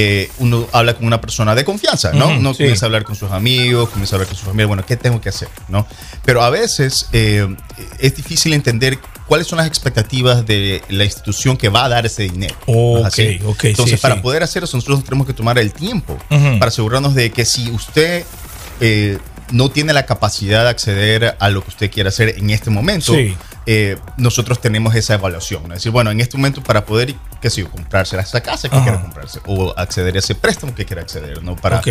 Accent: Ecuador; moved away as an adult; now in Worcester, United States; yo soy un inmigrante ecuatoriano

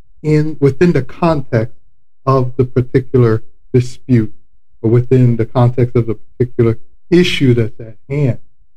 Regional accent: Florida, United States; accent: South Florida; So I'm from South Florida, so if you're able to pick up on that accent, kudos for you. Now, growing up in South Florida

